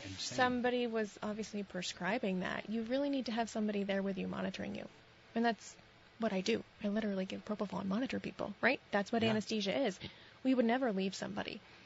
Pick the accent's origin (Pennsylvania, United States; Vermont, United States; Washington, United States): Vermont, United States; Sheldon; also born or lived in St. Albans, Vermont; I grew up in Sheldon, Vermont.